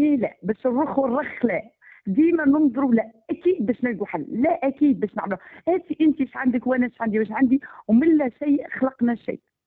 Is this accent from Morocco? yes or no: no; Tunisia; لانها الكل ضمن تونس، احنا الكل بنات تونس ونسعى الكل لرفع راي تونس